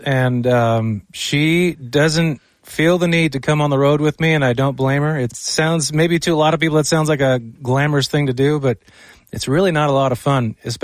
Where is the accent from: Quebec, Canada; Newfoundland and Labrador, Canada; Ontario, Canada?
Quebec, Canada; English is a second language; honestly, I grew up in French Canada in Quebec, and I had no idea that like you could just be a musician